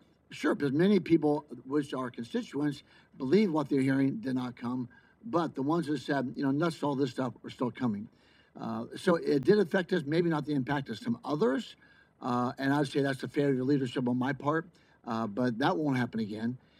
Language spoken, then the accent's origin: English; Midwest, United States; I'm from the Midwest, and so we have tornadoes, and we have tornado warnings.